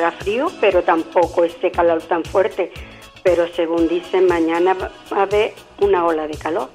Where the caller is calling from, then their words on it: Canary Islands, Spain; aunque soy española, soy primero canaria y después soy española.